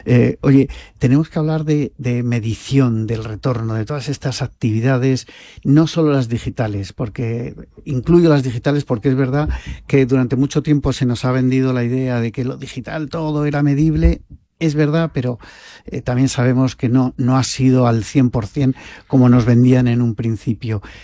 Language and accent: Spanish; Vitoria-Gasteiz, Basque Country, Spain; había marcas icónicas para mí cuando era pequeño, de mi ciudad natal, de Vitoria